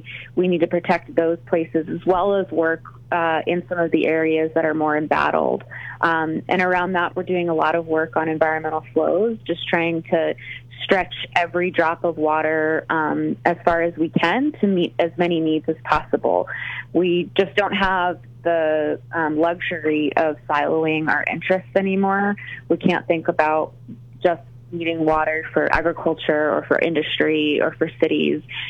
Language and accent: English; United States; I am actually from the El Paso, Southern New Mexico area myself, and growing up in that region is what brought me to this work.